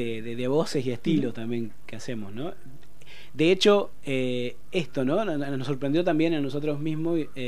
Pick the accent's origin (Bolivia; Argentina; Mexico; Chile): Argentina; Chajarí, Entre Ríos; Yo soy de Chajarí.